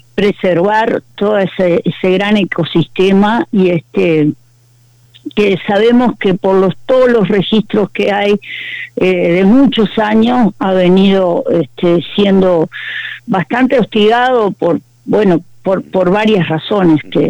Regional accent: Treinta y Tres, Uruguay; moved away; cuando volví a mi pueblo natal, que es 33

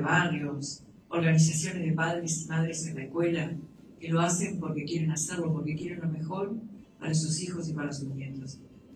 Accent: Uruguay; como uruguayos, sentimos que Uruguay está lejos del mundo

